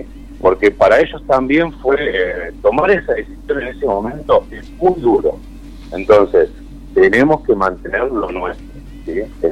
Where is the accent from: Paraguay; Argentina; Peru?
Argentina; Somos argentinos, por lo bueno y por lo malo, pero somos argentinos.